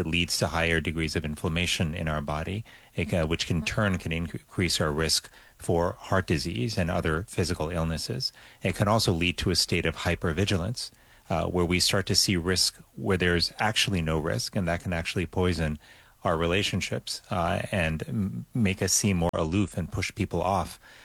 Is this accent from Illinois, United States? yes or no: no; Miami, Florida, United States; It's good to be with you and with my hometown radio station.